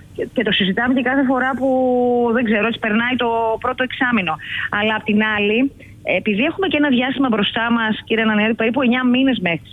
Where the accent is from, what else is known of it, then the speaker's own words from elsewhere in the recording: Grevena, Western Macedonia, Greece; also born or lived in Thessaloniki; Είναι το χωριό μου και πιστέψτε με ότι κάθε φορά που έφευγα από την Αθήνα για να πάω στο χωριό μου στα Γρεβενά.